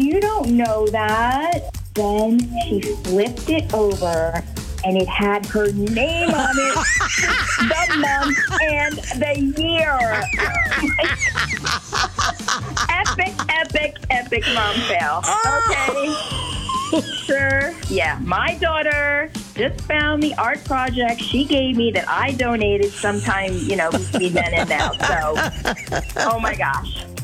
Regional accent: Sun Prairie, Wisconsin, United States; I'm from Sun Prairie.

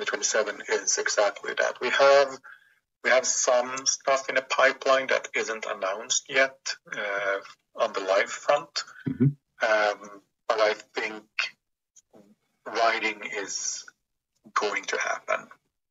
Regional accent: Sweden; When I grew up, when we grew up in Sweden

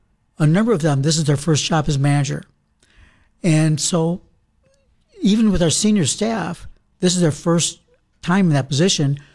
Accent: Michigan, United States; My wife grew up in Minnesota, and I grew up in Michigan.

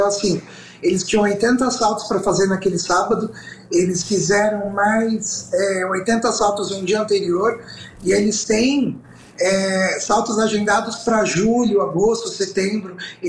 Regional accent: Brazil; Eu sou do litoral, aqui da Baixada.

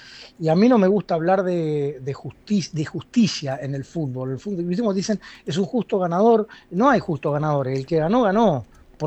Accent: Argentina; tal vez como argentino

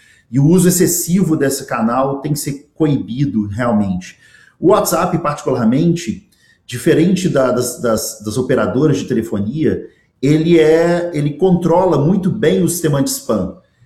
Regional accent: Brazil; nós somos brasileiros

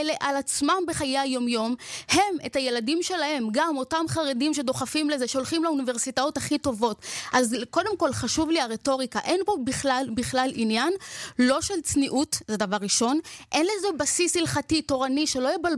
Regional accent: Bnei Brak, Tel Aviv District, Israel; אבל אני הגעתי מבני ברק.

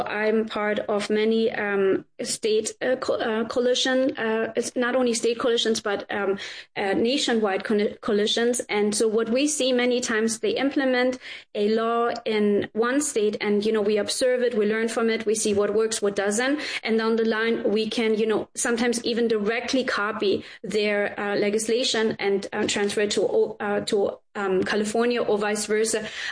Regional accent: Germany; now in United States; I was raised in Germany

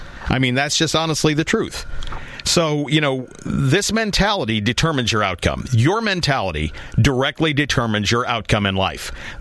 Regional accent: United States; as a Gen Xer and as an American

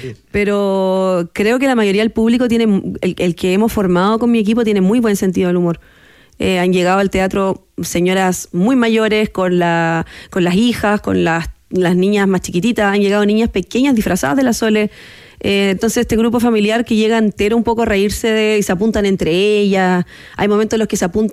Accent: Concepción, Biobío, Chile; Yo soy de Concepción, una ciudad que quiere ser como Santiago, pero no.

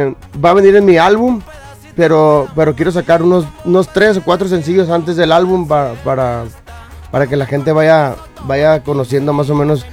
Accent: Culiacán, Sinaloa, Mexico; now in Guadalajara, Mexico; Soy culichi.

